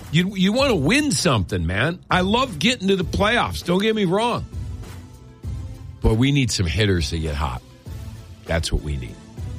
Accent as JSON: {"language": "English", "town": "Cleveland", "region": "Ohio", "country": "United States", "said": "I'm from Cleveland."}